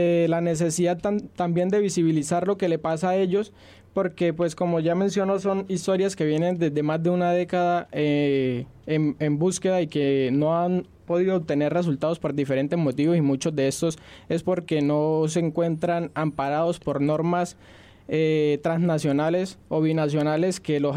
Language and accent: Spanish; Colombia; uno como persona colombiana, pues no sé si digo bien el término, o persona residente en esa frontera colombiana y en este paso fronterizo, pues que enmarca la ciudad de Cúcuta